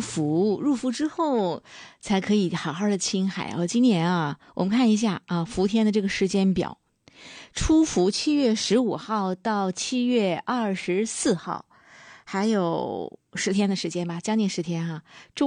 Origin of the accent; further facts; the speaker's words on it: Dalian, Liaoning, China; 作为土生土长大连人都知道